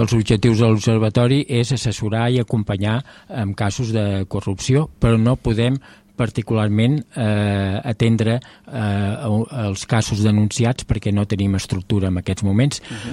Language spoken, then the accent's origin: Catalan; Sabadell, Catalonia, Spain; soc de Sabadell